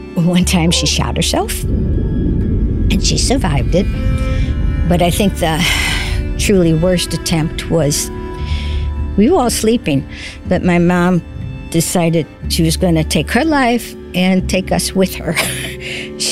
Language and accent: English; St. Louis, Missouri, United States; born there; I was born in St. Louis, Missouri, raised Catholic, went to Catholic grade school and a Catholic high school.